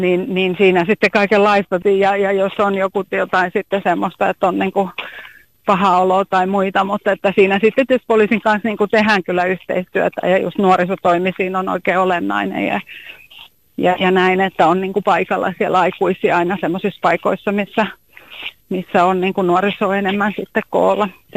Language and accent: Finnish; Uusimaa, Finland; mä itse kun olen pääkaupunkiseudut kotosin